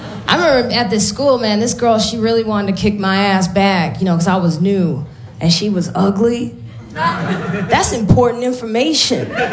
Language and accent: English; Chicago, Illinois, United States; So I grew up in Chicago in a white neighborhood and it messed me up. Then I moved to a black neighborhood and it was too late.